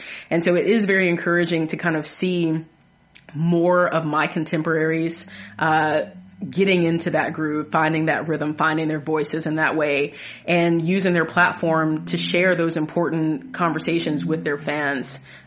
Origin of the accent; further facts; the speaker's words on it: the South, United States; I grew up in the South